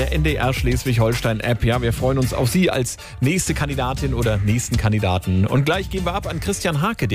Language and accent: German; France; ich bin Franzose